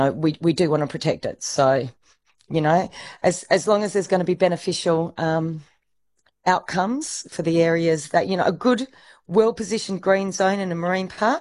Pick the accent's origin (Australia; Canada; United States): Australia; Perth, Western Australia; I mean, I grew up in Perth, but I was always out on the water, swimming, under the water diving. And when I came to live in the Kimberley, I was said the Kimberley chose me.